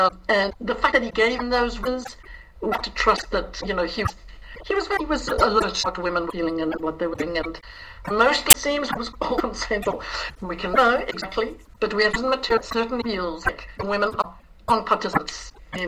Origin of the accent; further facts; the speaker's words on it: Dublin, Leinster, Ireland; I'm also. I'm Southern Irish.